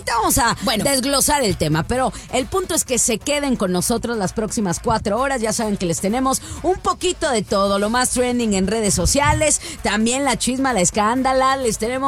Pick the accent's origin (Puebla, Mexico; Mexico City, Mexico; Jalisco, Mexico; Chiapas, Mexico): Jalisco, Mexico; Guadalajara; moved away; Ya llegaron las queens, estas reinas de la radio que importaron desde Guadalajara, Guadalajara, Jalisco, México.